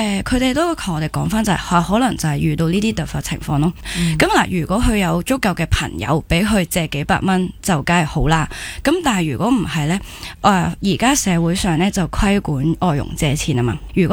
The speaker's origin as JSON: {"language": "Cantonese", "country": "Hong Kong"}